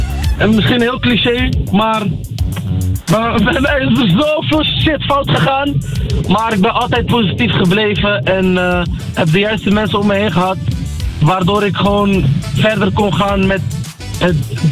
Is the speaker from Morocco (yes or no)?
yes; Berkane, Oriental, Morocco; Dat is de regio waar ik vandaan kom uit Marokko, Berken. En Berken staat heel erg gekend om de sinaasappels.